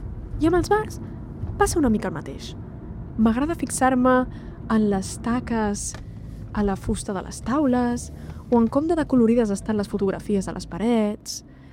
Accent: Catalonia, Spain; Soc catalana i estic a Menorca.

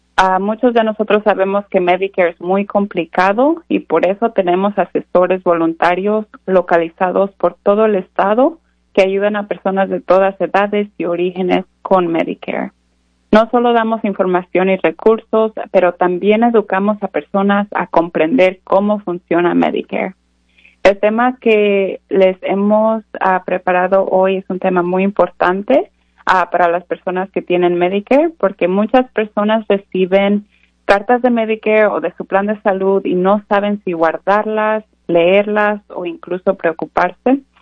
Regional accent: Michoacán, Mexico; now in Olympia, United States; Mi título es especialista de Medicare. Vivo en Olympia, pero soy originariamente de Michoacán, México.

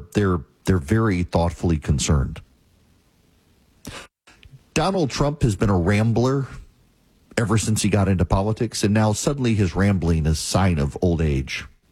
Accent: Georgia, United States; But if you're in Georgia, my home state, I'm not there today.

